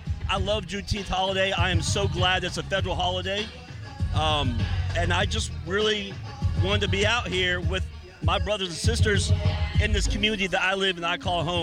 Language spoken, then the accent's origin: English; Texas, United States; I was raised in outside Dallas, Texas. So I'm a Texas transplant, but I've lived in six different states.